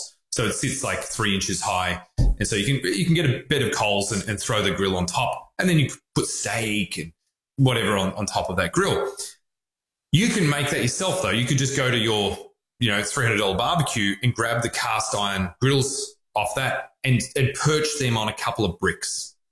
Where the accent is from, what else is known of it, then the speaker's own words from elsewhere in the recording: Australia; accent: Australian; obviously I'm Australian, as you can tell by my glorious accent.